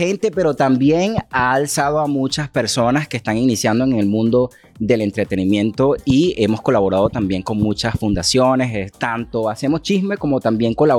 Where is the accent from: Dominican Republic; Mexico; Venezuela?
Venezuela; moved away as an adult; nos pasaron muchas cosas en mi país, Venezuela, por lo cual decidí emigrar.